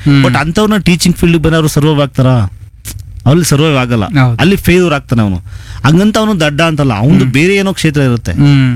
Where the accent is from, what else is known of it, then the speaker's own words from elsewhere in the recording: Mysuru district, Karnataka, India; ನಮ್ಮ ಕೋಟೆಯಲ್ಲಿ ಸೈನ್ಸ್ ಕಾಲೇಜ್ಗಳು ಒಂದಷ್ಟು ಆಗಿದೆ.